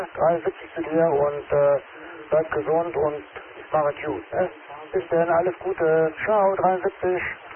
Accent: Northern Germany, Germany; accent: North German (Platt); Ja, das liegt an meinem norddeutschen Dialekt vielleicht. Das kann natürlich angehen, das weiß ich noch nicht. Ja gut, wie gesagt, ich komme aus dem Norden

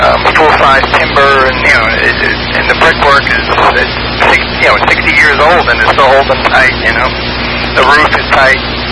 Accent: New York, United States; accent: New York; moved away

